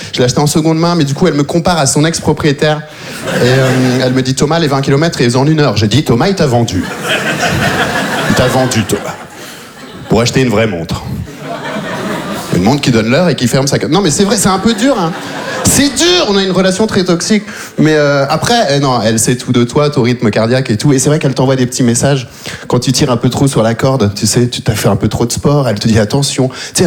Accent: Belgium; born or raised there

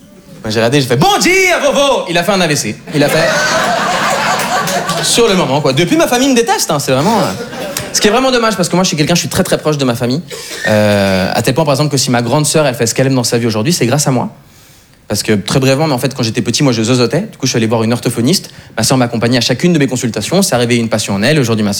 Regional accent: Switzerland; moved away as an adult; also born or lived in Montreal, Canada; now in France; en plus d'être suisse, je suis brésilien. Ouais, c'est bizarre, hein. J'ai une tête d'Allemand, j'ai grandi en Suisse, et j'ai de la famille en Amérique du Sud.

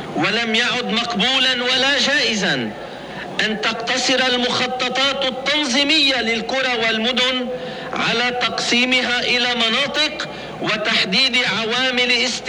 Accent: Lebanon; سوا كلبنانيين

